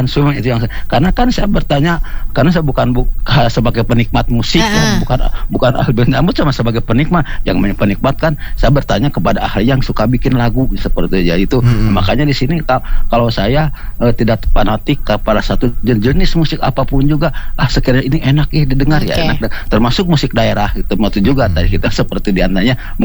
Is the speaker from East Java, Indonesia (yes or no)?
no; West Java, Indonesia; selain Sunda, kalau Sunda daerah saya sendiri kan.